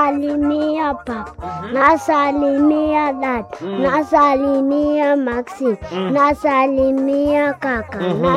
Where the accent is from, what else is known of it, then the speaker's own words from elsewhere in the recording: Kitatumba, DR Congo; Natokea Kitatumba.